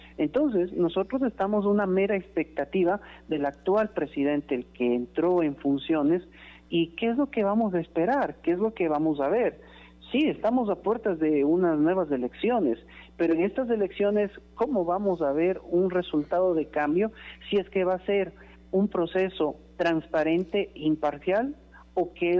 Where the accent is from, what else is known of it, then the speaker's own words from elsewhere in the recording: Ecuador; nosotros como ecuatorianos